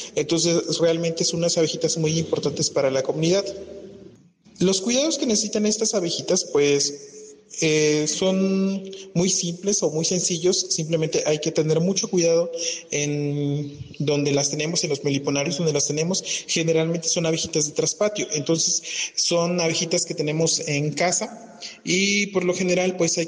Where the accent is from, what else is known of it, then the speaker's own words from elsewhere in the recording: Cuetzalan del Progreso, Puebla, Mexico; Yo soy originario de Cuetzalan del Progreso, Puebla.